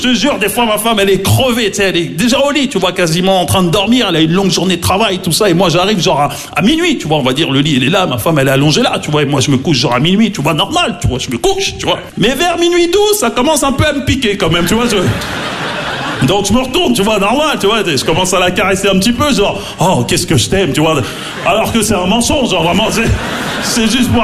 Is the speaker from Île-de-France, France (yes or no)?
yes; Maisons-Alfort, Île-de-France, France; parce que j'ai grandi à Maison Alfort, en plus, tu vois, dans le 9-4, tu vois, j'ai grandi...